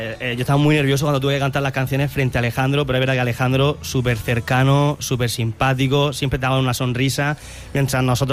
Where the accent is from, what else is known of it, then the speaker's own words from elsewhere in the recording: Andalusia, Spain; accent: Andalusian; puedo hablar con mi acento andaluz, que esto es también de raíz de Andalucía